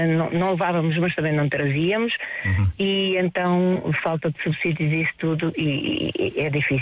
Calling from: Leiria, Centro, Portugal; sou de Leiria

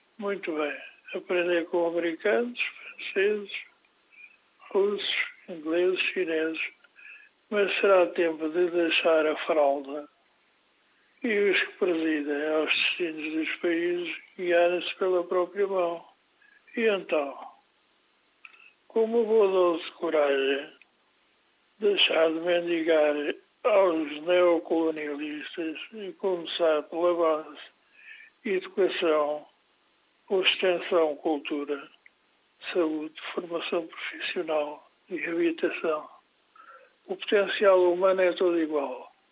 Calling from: Portugal; eu não sou africano, mas tenho a África no coração. Se não fosse português, gostaria de ser moçambicano.

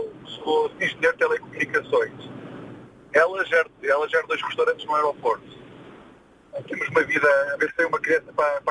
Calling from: Rio de Mouro, Lisbon, Portugal; Rio de Moro, na linha de Sintra.

